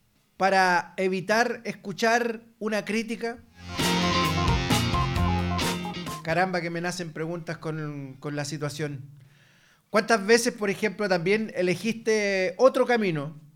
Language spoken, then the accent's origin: Spanish; Chile; somos chilenos.